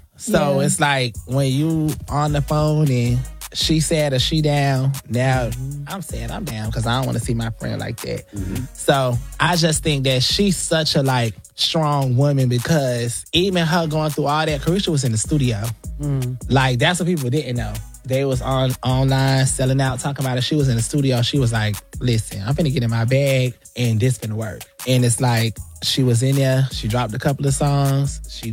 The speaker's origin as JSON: {"language": "English", "region": "Florida", "country": "United States", "tie": "born or raised there", "said": "it reminded me of growing up in Florida, though. Like, even being, that's when I was a little boy."}